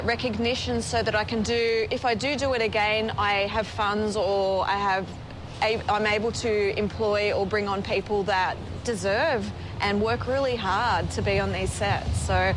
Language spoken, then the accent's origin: English; New South Wales, Australia; So it's basically based on loosely on my life. Some parts are true, some parts aren't. And it's growing up in Western Sydney.